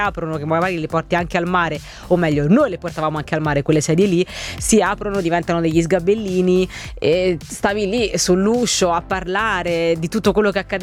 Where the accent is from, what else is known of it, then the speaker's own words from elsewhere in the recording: Frosinone, Lazio, Italy; quando ero piccolina io, anche nel mio di paese, che poi paese non è perché Frosinone è un capoluogo di provincia anche piuttosto abitato, quindi ci sono insomma 100.000 più o meno abitanti